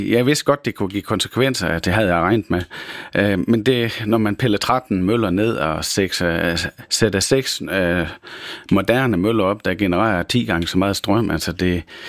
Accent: Thy, North Denmark Region, Denmark; Det kan jeg ikke sige nej til som Thybo.

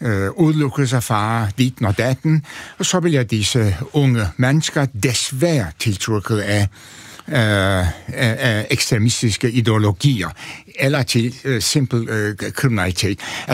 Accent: Antalya, Turkey; now in Denmark; Altså, jeg kommer fra en sådan en overmiddelklasse familie. Altså, min far var apoteker, tjente mange penge i den lille by Antalya, som er kæmpestor, trist by. Min mor var gymnasielærer.

